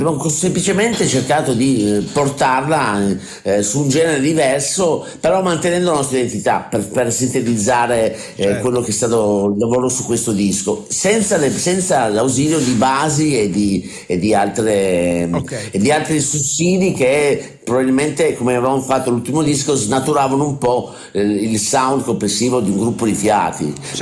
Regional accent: Naples, Campania, Italy; sono napoletano

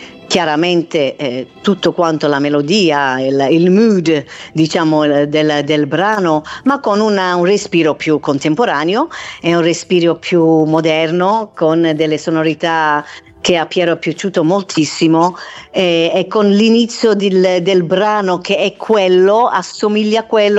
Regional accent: Melbourne, Victoria, Australia; come io sono nata artisticamente in Australia, a Melbourne, e quindi da piccola prendevo lezioni da una maestra australiana

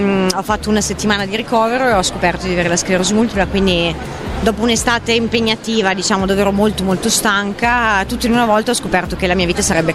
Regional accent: Emilia-Romagna, Italy; E io sono emiliana

